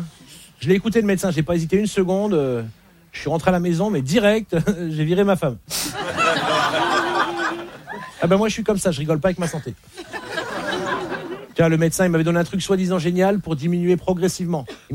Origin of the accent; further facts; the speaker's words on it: Belgium; Un Français sur quatre, je m'en fous, je suis belge.